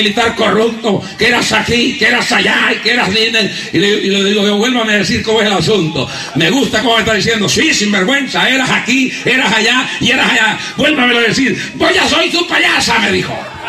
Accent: Honduras; born there; moved away; soy nacido en Honduras. Aquí tiene un catracho de nacimiento. Y no le digo que dejé el ombligo en Amasigo y Choluteca, porque es el bando aquí. Pero la tripa se allá quedó.

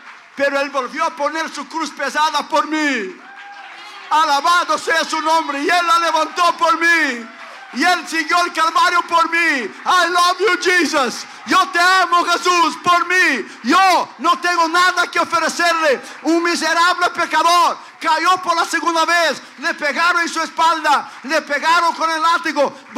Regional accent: Brazil

